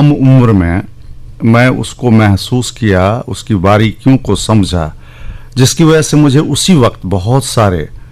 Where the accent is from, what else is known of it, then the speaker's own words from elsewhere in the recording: Bihar, India; हम मिथिला से हैं या बिहार के लोग जो बातें करते हैं, जो भाषा है उनकी, कई बार सौ को शौ बोल देते हैं, शौ बोल देते हैं, रौ को रौ बोल देते हैं